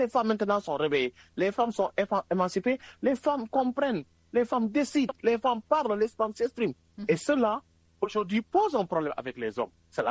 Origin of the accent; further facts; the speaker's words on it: Senegal; mais non, nous sommes des hommes, nous sommes des Africains, nous sommes des Sénégalais.